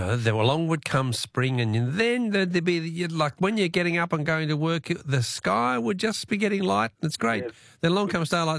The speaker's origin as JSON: {"language": "English", "region": "Tasmania", "country": "Australia", "tie": "born or raised there", "said": "because I grew up in Tassie, as everyone knows, and they were the first state in Australia to ever have it."}